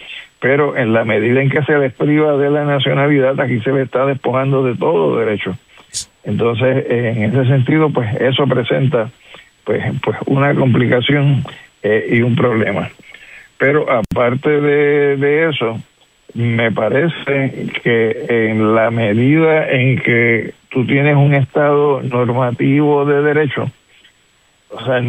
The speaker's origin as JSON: {"language": "Spanish", "country": "Puerto Rico", "said": "yo soy puertorriqueño nacional, aunque tenga desde el punto de vista jurídico una ciudadanía que corresponde a la ciudadanía estadounidense"}